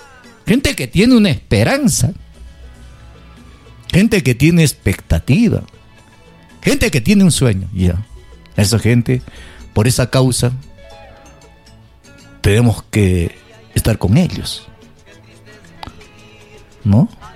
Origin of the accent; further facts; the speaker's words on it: Arequipa, Peru; born there; la desgracia que pasamos como peruanos, como arequipeños.